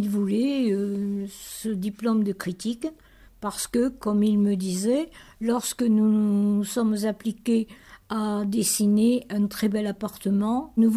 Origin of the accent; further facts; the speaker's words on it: Foix, Occitanie, France; Alors moi je suis née à Foix, au pied du château. J'ai passé toute mon enfance au pied de ce château et dans le château.